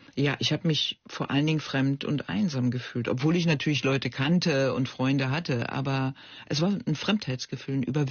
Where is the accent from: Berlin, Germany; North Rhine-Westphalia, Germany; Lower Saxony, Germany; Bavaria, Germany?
Berlin, Germany; Ich bin an der Mauer groß geworden.